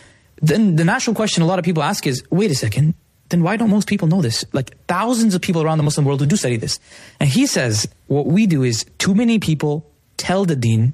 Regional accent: Canada; moved away; I grew up in Canada

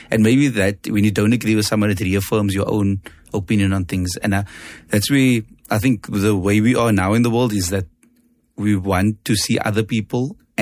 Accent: South Africa

